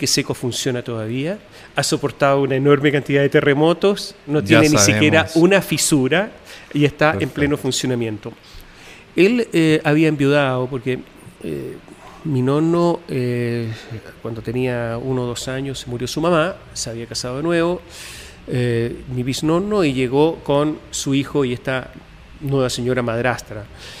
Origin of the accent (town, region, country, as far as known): Italy; also born or lived in United States